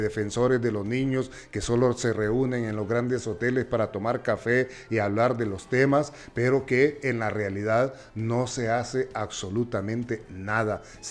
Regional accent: Honduras

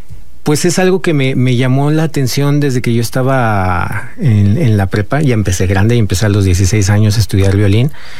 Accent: Querétaro, Mexico; Soy de Querétaro, así es.

